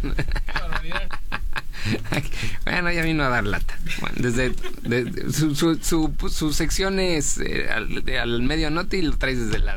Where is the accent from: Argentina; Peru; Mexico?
Mexico; Aparte del Caribe mexicano, que es incomparable, siempre lo vamos a decir, pues somos mexicanos y sabemos el potencial que tenemos.